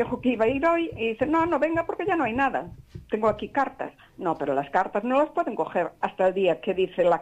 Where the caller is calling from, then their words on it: Cambados, Galicia, Spain; De Cambados.